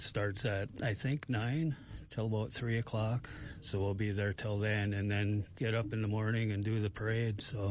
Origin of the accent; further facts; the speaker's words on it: Ironwood, Michigan, United States; now in L'Anse, United States; from Ironwood originally, but I've been in Launce for 45 years or so.